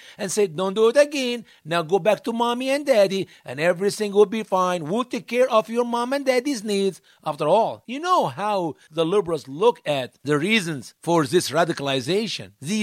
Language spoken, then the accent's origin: English; Egypt; now in United States; Because I was born in Egypt. My home country is one of the many countries in Africa, so I am more of an African than an American.